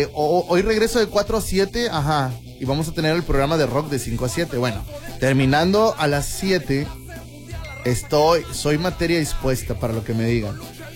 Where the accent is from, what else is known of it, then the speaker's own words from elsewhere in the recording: Mexico; uno como mexicano